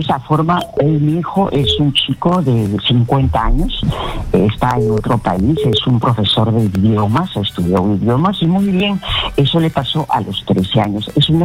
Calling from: Lima, Peru; Le llamo de San Martín de Porres.

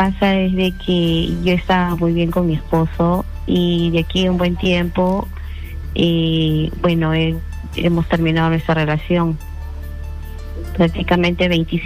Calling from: Lima, Peru; De El Agustino

